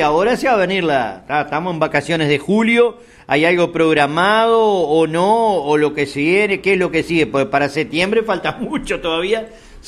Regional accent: Salto, Uruguay; Como uruguayo, como salteño

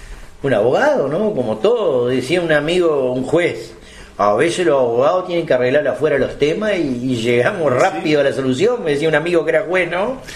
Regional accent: Salto, Uruguay

